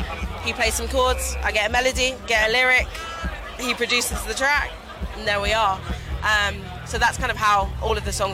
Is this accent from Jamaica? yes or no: yes; Jamaica; I'm from Jamaica.